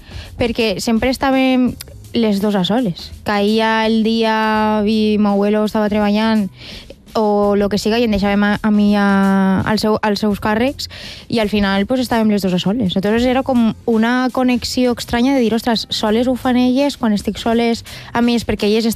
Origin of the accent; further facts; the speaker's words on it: Oliva, Valencian Community, Spain; born there; al meu poble es canten al Baix, que són estos cants improvisats per a les falles